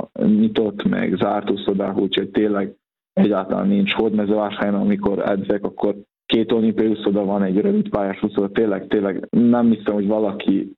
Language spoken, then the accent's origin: Hungarian; Senta, Vojvodina, Serbia; now in Szeged, Hungary; Vajdaságban Zentán nőttem fel